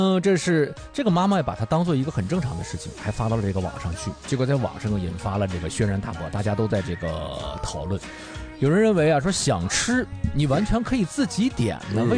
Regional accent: Northeast China, China; 尤其作为东北人，哎，都比较惯孩子，

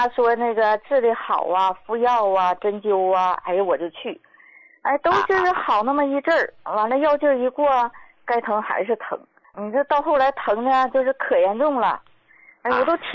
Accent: Shaanxi, China; 哎，胡老师，我是陕西人，

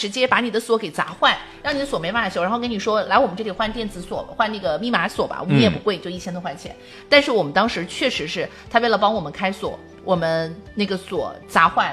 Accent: China

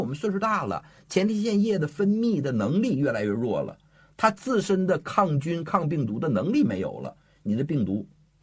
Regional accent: China; 我特别赞同这句话，而且这也是我们中国人的优良传统。

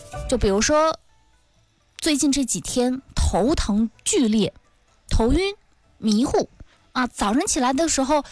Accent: Northeast China, China; 尤其对于我们北方人来说，我们东北人来说

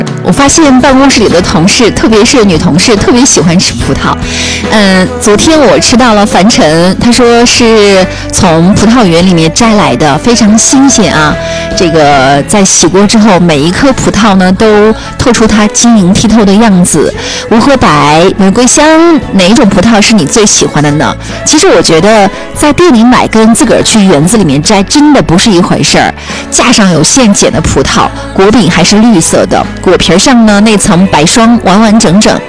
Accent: Xinjiang, China; 它属于我们新疆人的限定快乐

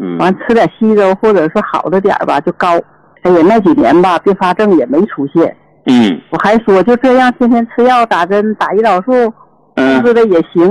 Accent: Shenyang, Liaoning, China; 我家是沈阳的。

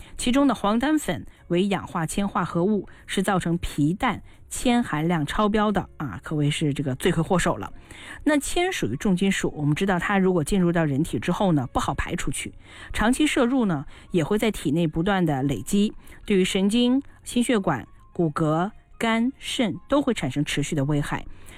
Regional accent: China; 其实我们包括我们中国人哈，

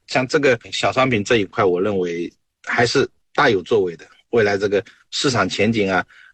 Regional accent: China; 再加上我们中国人又这么勤劳、这么努力

